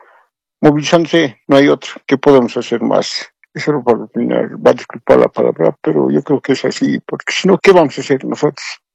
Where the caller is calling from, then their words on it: Cochabamba, Bolivia; le hablo de Cochabamba